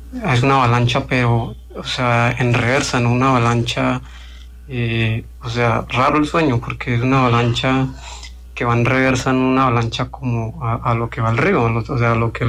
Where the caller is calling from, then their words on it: Villavicencio, Meta, Colombia; De Villavicencio